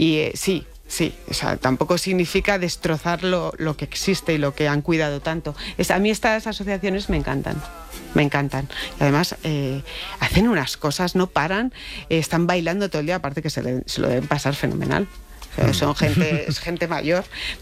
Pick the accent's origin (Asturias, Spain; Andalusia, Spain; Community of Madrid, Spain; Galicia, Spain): Community of Madrid, Spain; Madrid; O sea, yo me siento súper madrileña y mi padre es gallego y mi madre es vasca.